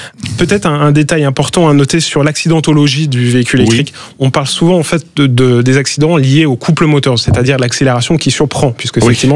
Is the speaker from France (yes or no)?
yes; Grand Est, France; Moi, je suis Alsacien, je suis très fier de cette région-là.